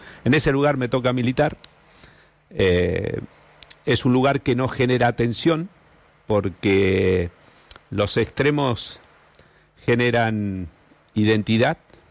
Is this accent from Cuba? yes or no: no; Argentina; Esto nos hace mucho mal como argentinos